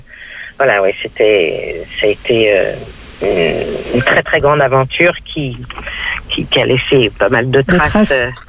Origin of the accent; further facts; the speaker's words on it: Angers, Pays de la Loire, France; Je suis de d'Angers à la base et j'ai vu Hélène Vincent jouer Molly Bloom au Nouveau Théâtre d'Angers